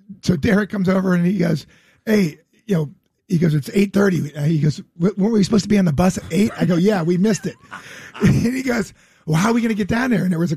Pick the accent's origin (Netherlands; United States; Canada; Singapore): United States; Cincinnati, Ohio; moved away as an adult; No, I grew up in Cincinnati.